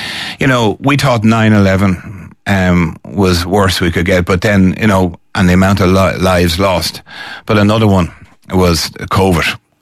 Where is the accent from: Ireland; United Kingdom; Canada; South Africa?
Ireland; now in New York, United States; And it was one thing when I moved in from Ireland, I just couldn't understand that people just don't, you ignore each other in a box that's 10 by 10